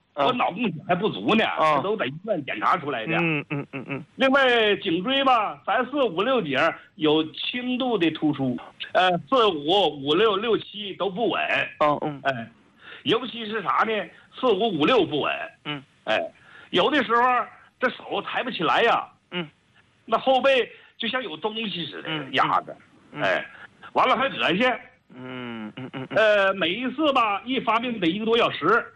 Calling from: Jilin, China; 我家是吉林的。

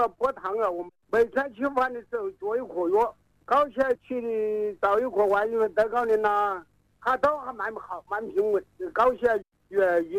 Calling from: Xiantao, Hubei, China; 我是仙桃市的人，仙桃工业园区

